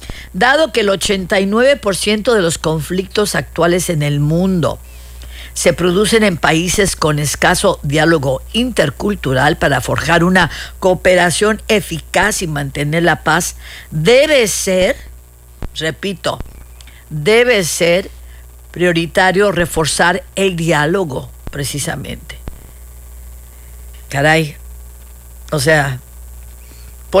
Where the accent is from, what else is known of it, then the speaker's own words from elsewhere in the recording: Mexico; Ya saben lo ocurrentes que somos los mexicanos.